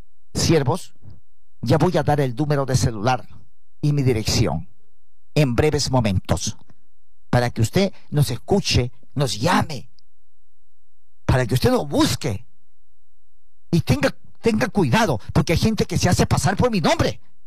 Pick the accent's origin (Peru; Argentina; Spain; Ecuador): Peru; Sondorillo, Piura; Yo vengo de Salalá, Sondolillo, mi tierra, que me vio nacer.